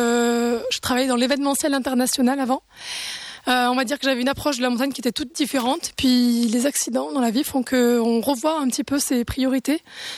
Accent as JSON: {"language": "French", "town": "Luz-Saint-Sauveur", "region": "Occitanie", "country": "France"}